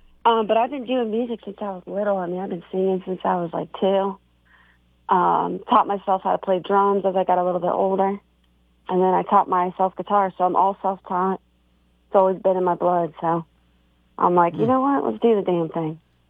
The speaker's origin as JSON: {"language": "English", "region": "Virginia", "country": "United States", "tie": "born or raised there", "also_born_or_lived": "Maryland", "said": "So, actually, I grew up in a couple places. I grew up in Virginia, and then I grew up in Maryland. And but my family's actually from Tazewell."}